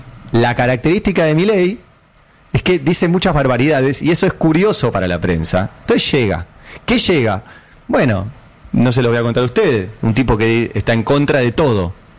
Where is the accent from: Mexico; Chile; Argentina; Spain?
Argentina; los argentinos somos violentos.